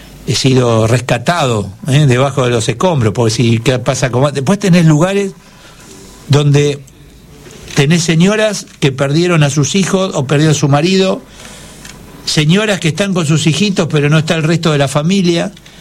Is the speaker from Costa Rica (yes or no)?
no; Argentina; Y una Argentina que tiene todo lo contrario, tenemos todo, todos potencialmente ricos, todo.